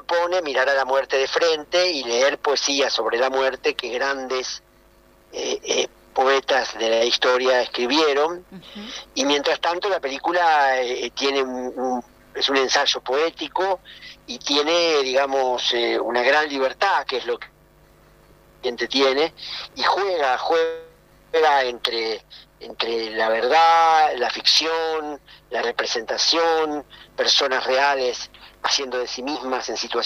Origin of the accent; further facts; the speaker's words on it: Villa Gesell, Buenos Aires Province, Argentina; una película que yo hago en mi pueblo, que es Villa Gesell